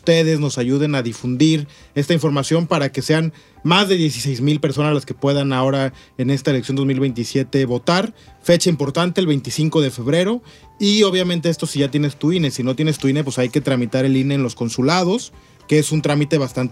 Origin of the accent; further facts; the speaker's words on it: Mexico; Las y los mexicanos somos mexicanos por nacimiento o por descendencia.